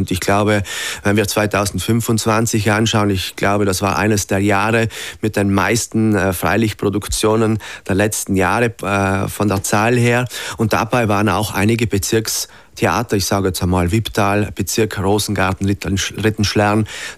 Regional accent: Trentino-Alto Adige, Italy; damals noch im Eckental, wo ich aufgewachsen bin

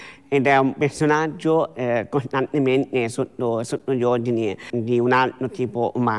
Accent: Tuscany, Italy; ho 26 anni e vengo da Cantinonciano, in provincia di Livorno.

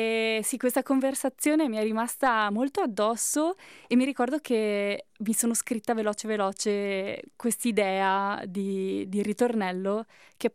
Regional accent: Bolzano, Trentino-Alto Adige, Italy; Io sono cresciuta a Bolzano e i primi anni della mia vita li ho passati in Via Rovigo e con i miei vivevamo in una casetta piccolissima al quarto piano con un balconcino molto piccolo

